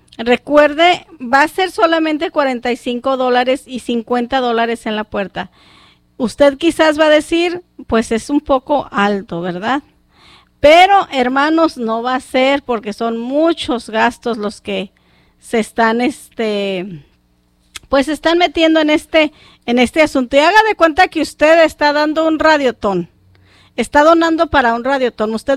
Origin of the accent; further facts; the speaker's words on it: Mexico; nuestras iglesias en nuestras ciudades de México, ¿verdad? Muchos de nosotros somos de México, de Michoacán, de Jalisco, de Colima, de Zacatecas, de Guanajuato, y de ahí párale de contar, ¿verdad?